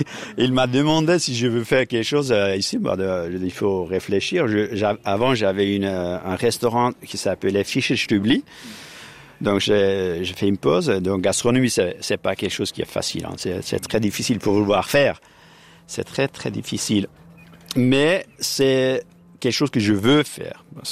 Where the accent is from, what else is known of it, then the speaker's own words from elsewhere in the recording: Turkey; French is a second language; now in Bern, Switzerland; Je suis né, puis vécu en Kurdistan, en Turquie, puis venu ici avec mes saisons. Je ne peux parler aucun langue ici.